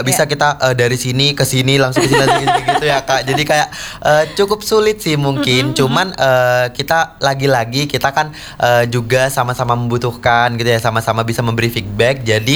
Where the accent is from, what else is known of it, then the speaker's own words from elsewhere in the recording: Jember, East Java, Indonesia; Nah kalau saya sendiri sih alhamdulillahnya Jember ya kak.